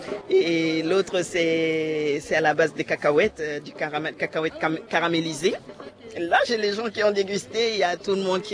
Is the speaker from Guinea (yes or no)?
yes; Guinea; now in France; De la Guinée. Guinée qu'on a créé, les gens le disent, bien sûr.